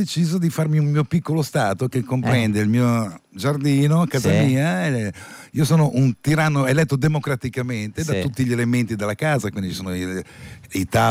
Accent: Genoa, Liguria, Italy; Ecco, poi, pur essendo genovese, sul discorso economia

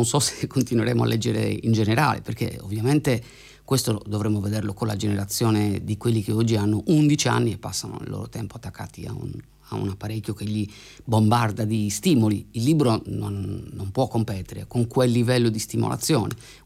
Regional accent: Sardinia, Italy; moved away as an adult

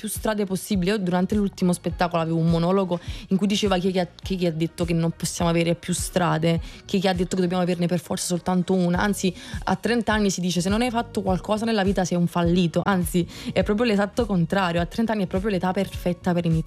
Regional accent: Naples, Campania, Italy; also born or lived in Bologna; sono solo nata là, a 2 anni e mezzo ero già a Napoli, i miei genitori sono napoletani, non i napoletani, ho solo Napoli nel mio sangue

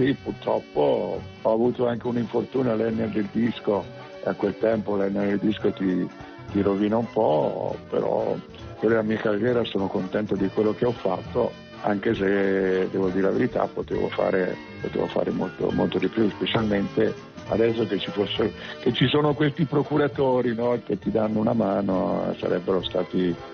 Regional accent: Tuscany, Italy; No, sono originario della provincia di Pisa, mi mettono tutti Siena, ma io no, provincia di Pisa

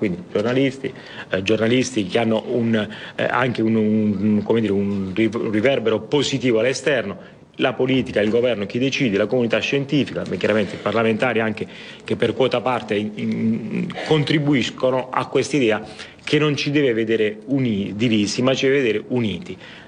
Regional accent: Bari, Apulia, Italy; accent: southern, Bari; come capirete dal mio accento di cui sono orgoglioso, sono meridionale barese

